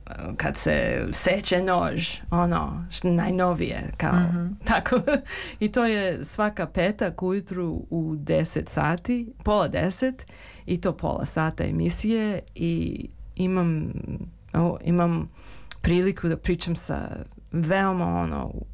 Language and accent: Serbian; Serbia; ja nisam Romkinja, ja sam Srpkinja